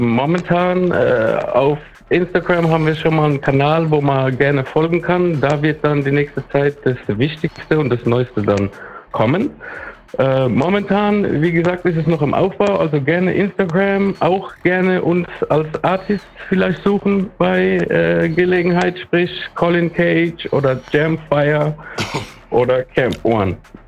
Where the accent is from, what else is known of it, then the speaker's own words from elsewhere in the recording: Mannheim, Baden-Württemberg, Germany; now in Bremen, Germany; Ursprünglich aus Mannheim, mittlerweile wohne ich in Bremen